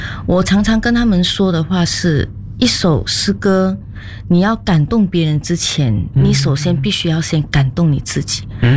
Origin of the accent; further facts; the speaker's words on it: Malaysia; 我们马来西亚人嘛，发音肯定是没有这么字正腔圆。